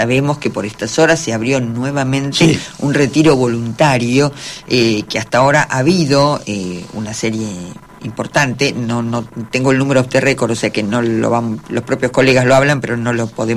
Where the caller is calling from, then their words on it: Espeleta, Buenos Aires Province, Argentina; de Espeleta.